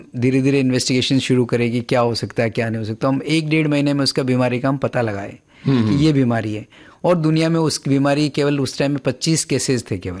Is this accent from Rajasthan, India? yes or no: yes; Rajasthan, India; तो ऐसे आपको मैं एग्जांपल देता हूँ कि मैं राजस्थान का रहने वाला हूँ